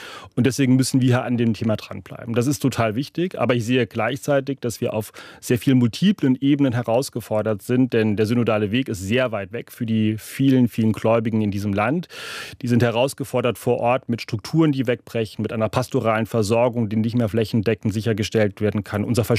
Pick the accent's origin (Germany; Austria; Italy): Germany; Rhineland; Ich bin selber Jahrgang 81 und gehöre vielleicht noch zu der letzten Generation. Ich komme aus dem Rheinland, wo man in eine Volkskirche hineingeboren wurde.